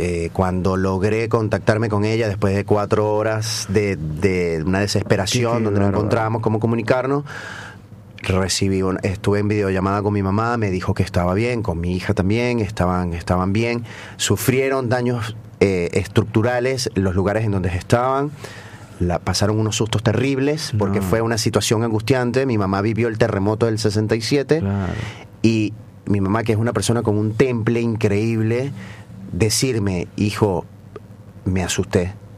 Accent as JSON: {"language": "Spanish", "town": "Barquisimeto", "region": "Lara", "country": "Venezuela", "moved": "yes", "said": "Yo soy de Barquisimeto, uh-huh. de la provincia de Lara."}